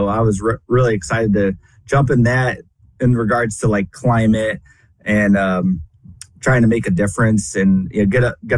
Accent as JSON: {"language": "English", "town": "South Bend", "region": "Indiana", "country": "United States", "tie": "born or raised there", "said": "I'd say for natural spaces, I go back to growing up on the St. Joe River here that flows through South Bend. My dad got a property in the 90s across from St. Patrick's County Park."}